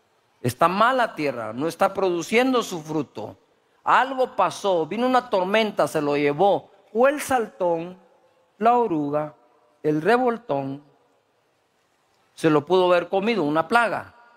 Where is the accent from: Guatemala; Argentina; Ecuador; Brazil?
Guatemala; si soy chapín también, o mismo que voy a dejar de ser chapín aquí.